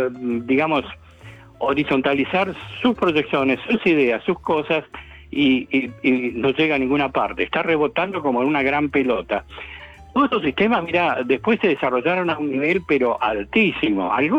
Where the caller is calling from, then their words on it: Bahía Blanca, Buenos Aires Province, Argentina; de Bahía Blanca.